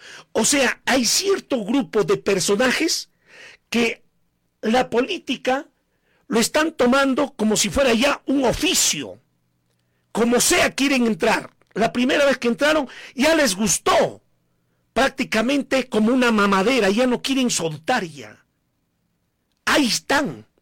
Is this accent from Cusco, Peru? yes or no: no; Coracora, Ayacucho, Peru; Por eso me duele mi Coracora, mi Parinacochas